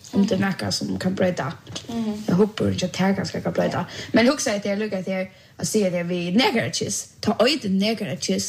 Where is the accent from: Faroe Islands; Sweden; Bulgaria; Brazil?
Bulgaria; Swedish is a second language